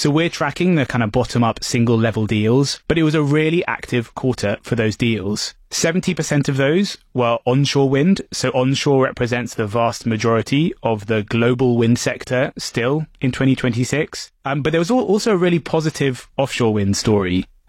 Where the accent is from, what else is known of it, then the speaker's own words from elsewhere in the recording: United Kingdom; as a Brit